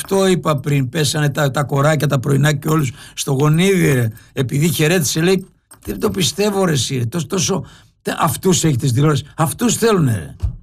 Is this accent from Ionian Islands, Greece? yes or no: yes; Lefkada, Ionian Islands, Greece; Εμείς στη Λευκάδα